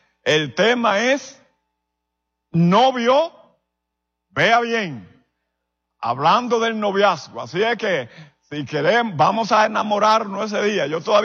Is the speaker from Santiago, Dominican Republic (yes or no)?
yes; Santiago de los Caballeros, Santiago, Dominican Republic; Ahí estoy trabajando en la República, vengo de la República Dominicana, de Santiago de los 30 Caballeros.